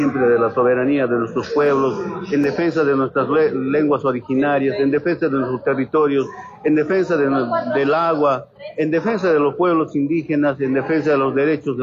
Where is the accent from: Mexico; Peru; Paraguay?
Peru; Cusco; vengo del Perú, venimos una delegación de mi región del Cusco, venimos como 10 a participar de este encuentro anticolonialista.